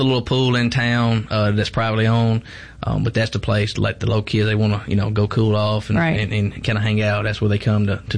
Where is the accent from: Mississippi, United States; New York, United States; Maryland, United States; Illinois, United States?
Mississippi, United States; Morton; I'm from Morton, grew up going to Roosevelt.